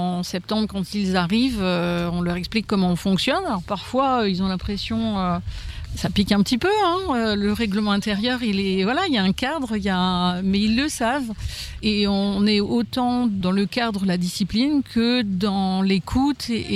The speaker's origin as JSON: {"language": "French", "town": "Cuise-la-Motte", "region": "Hauts-de-France", "country": "France", "tie": "born or raised there", "said": "Je suis native du secteur, hein. Je suis native de Cuise-la-Motte."}